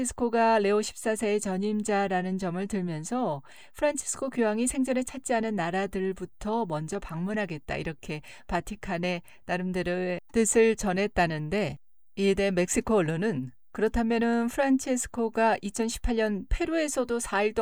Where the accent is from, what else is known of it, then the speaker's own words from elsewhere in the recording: South Korea; 한국인으로서는 안타깝고 부끄러운 마음이 듭니다